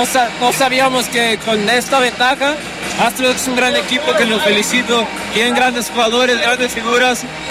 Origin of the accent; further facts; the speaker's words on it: Zacatecas, Mexico; Siendo zacatecano